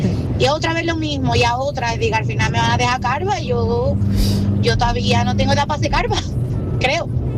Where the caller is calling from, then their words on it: Seville, Andalusia, Spain; de Sevilla.